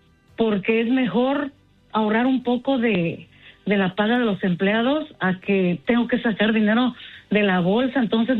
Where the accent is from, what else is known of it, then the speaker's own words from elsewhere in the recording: Oaxaca, Mexico; now in Monterey Park, United States; Yo soy de la Mixteca de Oaxaca